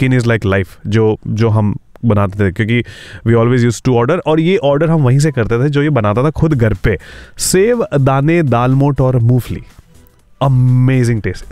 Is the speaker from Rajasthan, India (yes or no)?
yes; Rajasthan, India; Okay यार, मेरा तो फेवरेट ऑब्वियसली, मैं राजस्थानी हूँ तो they are even famous for Rajasthani dish as well.